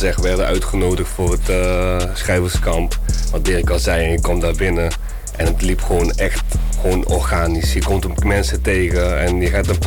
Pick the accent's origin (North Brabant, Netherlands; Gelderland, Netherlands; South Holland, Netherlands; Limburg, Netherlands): North Brabant, Netherlands; Tilburg; Ik kom uit Tilburg.